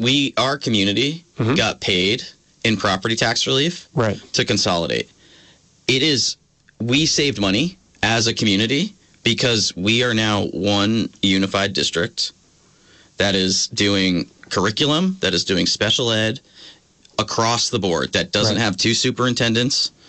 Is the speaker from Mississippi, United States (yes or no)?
no; Essex Junction, Vermont, United States; when I was growing up in Essex Junction, my parents moved to that district because it was the best school system in the country, practically.